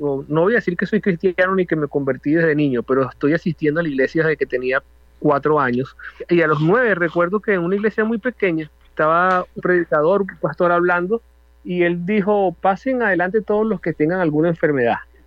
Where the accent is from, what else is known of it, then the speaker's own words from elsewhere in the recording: Venezuela; somos venezolanos y vivimos en Venezuela